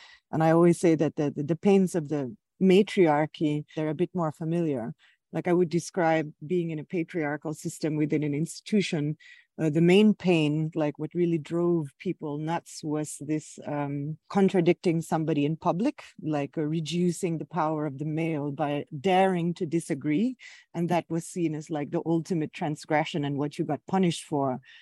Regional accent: Philippines; growing up in the Philippines

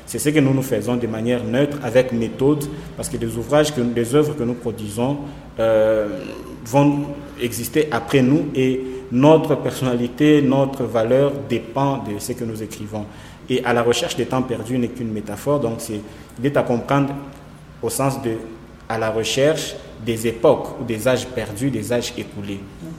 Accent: Kolwezi, Lualaba, DR Congo; born or raised there; also born or lived in Lubumbashi

